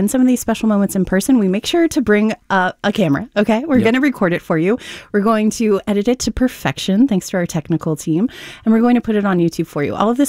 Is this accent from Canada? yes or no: no; the South, United States; accent: Southern drawl; now in Minnesota, United States; Zach mentioned it, you know, about an hour ago that I'm not from Minnesota. And when my Southern drawl comes out, you can really tell. But, you know, I've been here a year and a half.